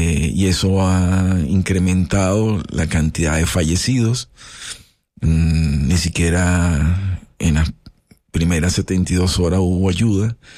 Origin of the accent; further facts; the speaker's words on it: Caracas, Capital District, Venezuela; now in Lechería, Venezuela; Yo soy de Caracas. Luego me pasé a vivir a Lechería, a Puerto La Cruz, que queda 4 horas.